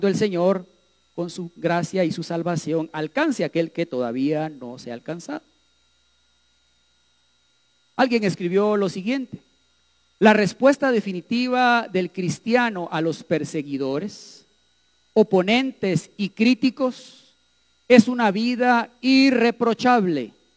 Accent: Guatemala

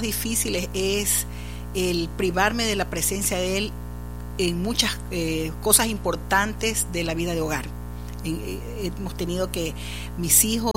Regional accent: Guayaquil, Guayas, Ecuador; soy de Guayaquil, Ecuador, esposa de pastor, pastora también

